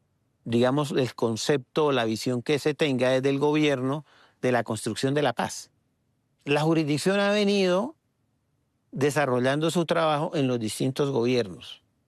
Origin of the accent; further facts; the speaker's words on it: Colombia; quiero como colombiano